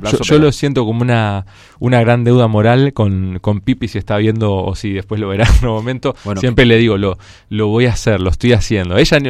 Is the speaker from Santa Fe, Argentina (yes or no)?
no; Temperley, Buenos Aires Province, Argentina; Yo soy de Temperley.